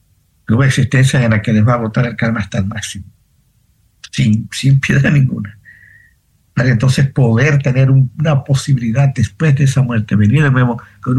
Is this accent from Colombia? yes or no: yes; Colombia; born there; Estaba caído cuando nací en Colombia.